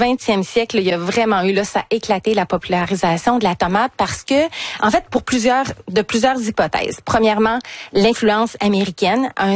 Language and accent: French; Canada; vers le nord, vers chez nous, au Canada